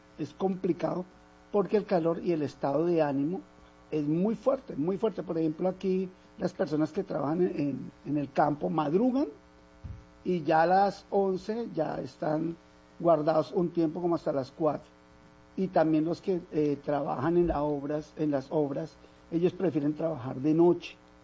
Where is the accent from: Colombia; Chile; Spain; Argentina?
Colombia; Bogotá; moved away; yo como hablo como persona que soy de Bogotá